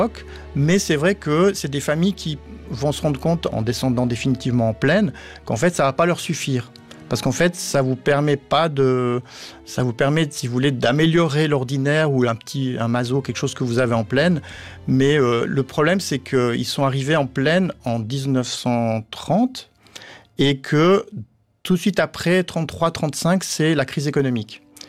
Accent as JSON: {"language": "French", "region": "Valais", "country": "Switzerland", "said": "j'étais étudiant en histoire à l'université de Genève. Moi-même, je suis valaisan"}